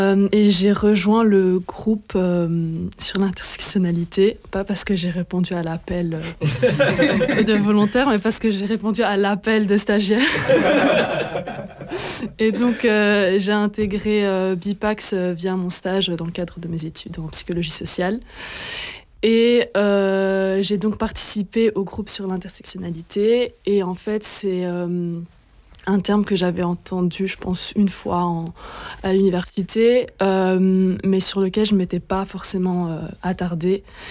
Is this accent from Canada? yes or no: no; Belgium; born there; je suis née en Belgique, mais j'ai pas eu la nationalité belge dès le départ. Je suis la fille d'une mère colombienne et d'un père salvadorien.